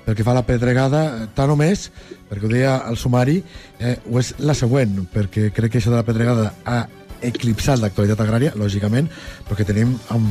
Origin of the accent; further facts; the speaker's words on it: Lleida, Catalonia, Spain; la gent que som de Lleida haurem sentit que si Realp està ple